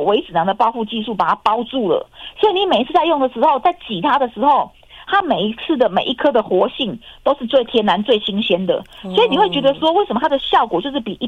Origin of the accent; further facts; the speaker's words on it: Taiwan; 因为日本的日本的收入是我们台湾人的4倍。